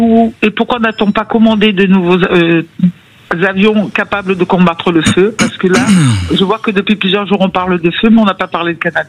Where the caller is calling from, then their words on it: Fréjus, Provence-Alpes-Côte d'Azur, France; nous habitons dans une région particulièrement propice au feu, surtout l'été